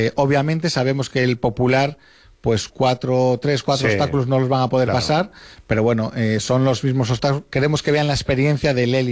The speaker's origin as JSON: {"language": "Spanish", "country": "Spain", "said": "somos españoles"}